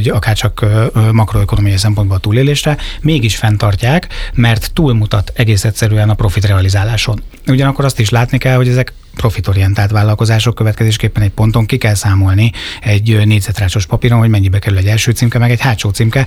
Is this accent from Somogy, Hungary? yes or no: yes; Zamárdi, Somogy, Hungary; élek az agglomerációban, de van balatoni kötődésem, nem is kevés, ugyanis én gyakorlatilag az egész gyerekkoromat a Balatonon töltöttem, praktikusan Zamárdiban, tehát a déli parton.